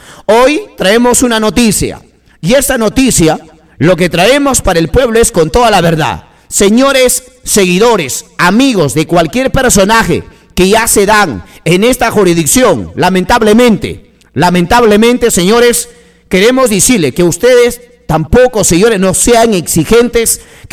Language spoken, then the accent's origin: Spanish; Peru